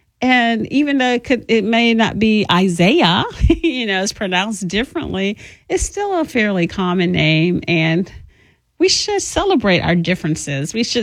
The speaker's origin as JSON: {"language": "English", "country": "United States"}